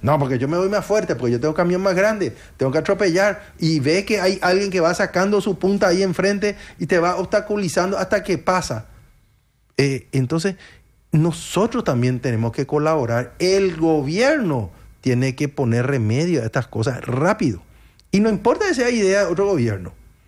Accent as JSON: {"language": "Spanish", "country": "Paraguay"}